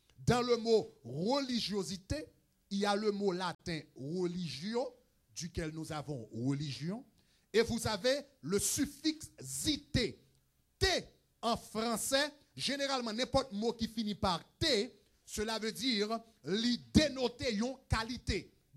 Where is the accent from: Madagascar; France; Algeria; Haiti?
Haiti; que moi avant, en tant qu'haïtien, je dis, hein, nous vînes qu'on est sous le nom d'Ezuli.